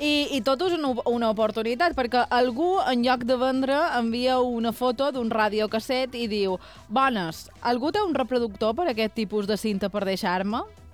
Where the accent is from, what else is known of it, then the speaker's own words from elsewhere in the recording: Bunyola, Balearic Islands, Spain; el meu poble, de Bunyola.